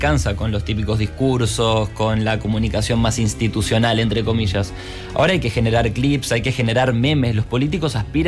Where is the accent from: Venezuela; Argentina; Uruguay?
Uruguay; now in Spain; Uruguay, a mi país de origen.